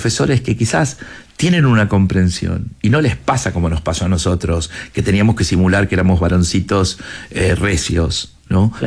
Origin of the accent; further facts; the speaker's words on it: Chile; now in Argentina; Yo también soy chileno. ¿Sí? O sea, yo también soy chileno.